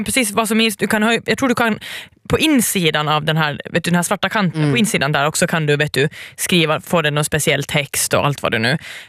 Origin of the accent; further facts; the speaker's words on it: Åland Islands; jag kommer från Åland.